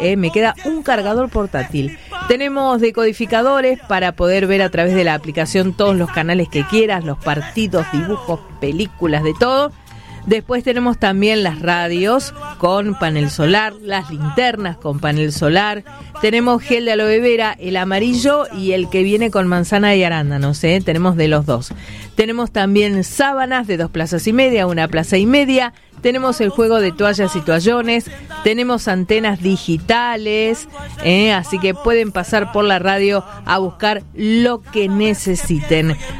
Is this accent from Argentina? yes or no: yes; Campo Quijano, Salta, Argentina; o Quijano, mi pueblo.